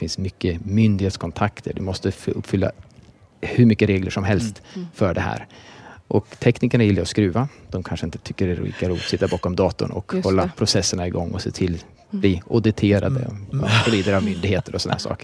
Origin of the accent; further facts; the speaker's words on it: Tumla, Sweden; now in Norrköping, Sweden; det kvittar om jag är i Tumla där jag växte upp, eller Norrköping där vi bor nu